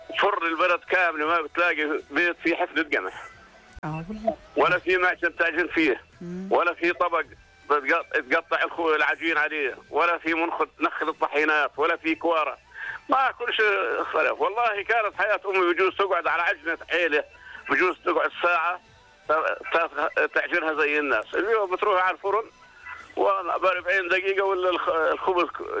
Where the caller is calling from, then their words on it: Amman, Amman Governorate, Jordan; أنا بحكي معك من عمان أبو نصير